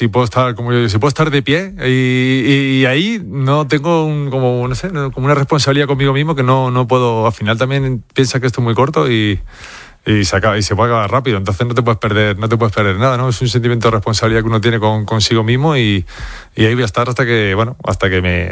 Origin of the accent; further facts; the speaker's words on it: Madrid, Community of Madrid, Spain; born there; me tuve que volver aquí a Madrid